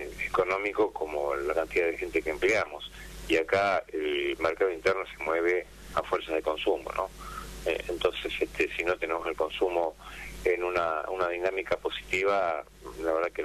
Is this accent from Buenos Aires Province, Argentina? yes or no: yes; Moreno, Buenos Aires Province, Argentina